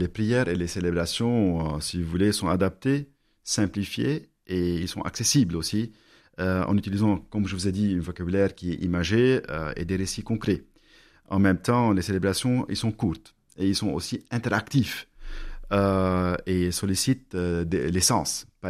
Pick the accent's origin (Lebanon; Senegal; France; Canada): Lebanon; French is a second language; Il pose beaucoup de questions à propos de mon accent, d'où je suis, où est le Liban aussi.